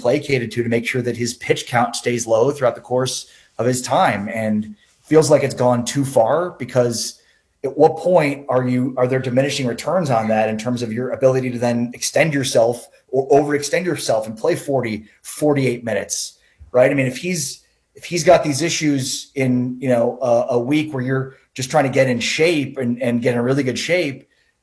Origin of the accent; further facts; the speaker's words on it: Chicago, Illinois, United States; I mean, I'm a Bulls fan. I grew up in Chicago.